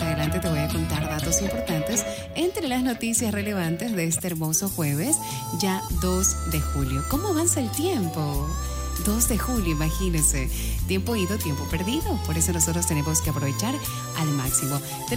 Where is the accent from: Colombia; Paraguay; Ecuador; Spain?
Ecuador; Guayaquil, Guayas; yo en el amor, como buen guayaquileño, no sé, he invertido demasiado dinero.